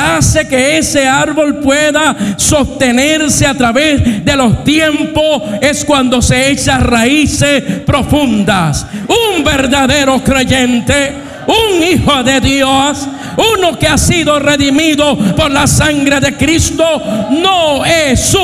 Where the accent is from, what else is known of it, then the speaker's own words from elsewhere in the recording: Puerto Rico; mi tierra, Puerto Rico.